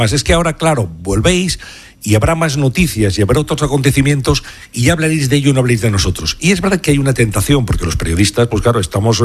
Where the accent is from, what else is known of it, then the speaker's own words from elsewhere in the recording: Valladolid, Castile and León, Spain; Yo soy de Valladolid, por tanto me toca muy de cerca.